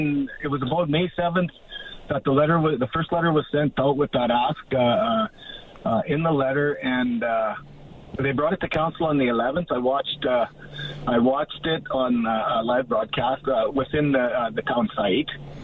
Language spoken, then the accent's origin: English; St. Paul, Alberta, Canada; St. Paul is my hometown, Courtney. Mm-hmm. Growing up in St. Paul, my relatives, my uncles, my aunties, my grandparents